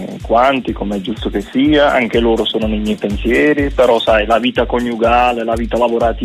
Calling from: Trani, Apulia, Italy; io sono di Trani.

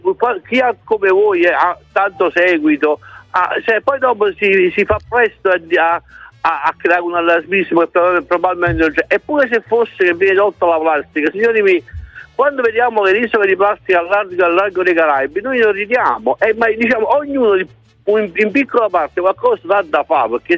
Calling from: Giugliano in Campania, Campania, Italy; Io sono di questo momento sono di Giuliano

